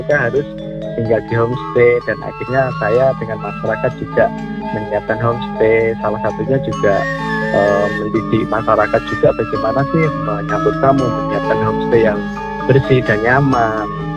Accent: Kulon Progo, Special Region of Yogyakarta, Indonesia; kami Segaji itu nama dusun sebenarnya, desanya di Argo Tirto. Kita di desa Argo Tirto.

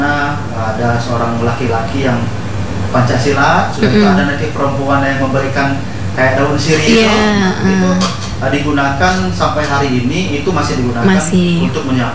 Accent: Bengkulu, Indonesia; memang saya dibesarkan di Bengkulu Utara itu dari orang tua bapak saya dan ibu saya orang Rejang

